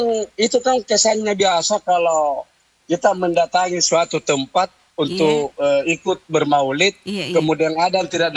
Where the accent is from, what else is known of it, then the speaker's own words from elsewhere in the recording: Makassar, South Sulawesi, Indonesia; Ya, kalau di tempat saya dulu, ya saya kan dari Petaran ya, Beto Cinde sana, Lurah Buakana.